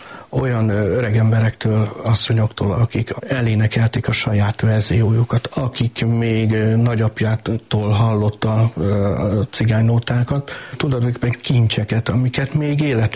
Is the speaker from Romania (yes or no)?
no; Békés, Hungary; Én a Viharsarokból származom, tehát Békés megye.